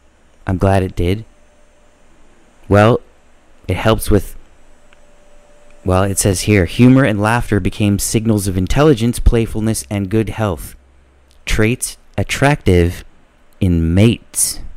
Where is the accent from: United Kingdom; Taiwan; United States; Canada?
Canada; I'm Canadian, eh?